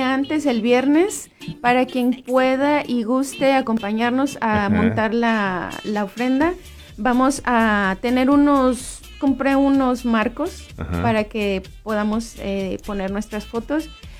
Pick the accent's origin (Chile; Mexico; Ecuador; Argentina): Mexico; now in Neligh, Nebraska, United States; los que somos mexicanos